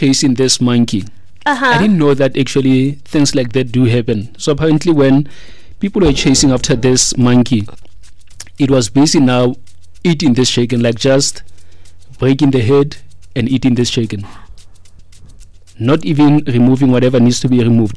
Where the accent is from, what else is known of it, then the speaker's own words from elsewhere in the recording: North West, South Africa; growing up in the Northwest, where I stay, Thandabantu, we see monkeys a lot in our area.